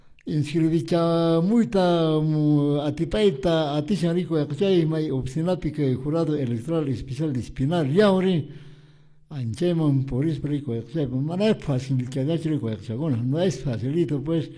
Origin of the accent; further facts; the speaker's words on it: Peru; iniciamos y arrancamos el mes del aniversario patrio de nuestro país, el Perú. Como peruanos